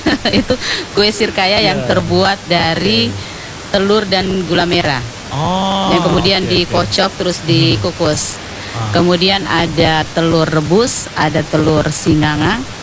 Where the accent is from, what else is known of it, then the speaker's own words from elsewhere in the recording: Latompe, Indonesia; born there; Jadi Latompe itu adalah desa kelahiran saya.